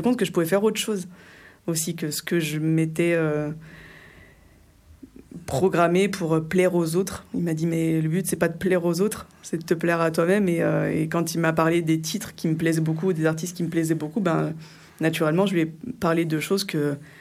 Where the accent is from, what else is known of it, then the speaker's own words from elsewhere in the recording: Auvergne-Rhône-Alpes, France; moved away as an adult; now in Montagnac, France; Non, moi, je viens du sud de Lyon.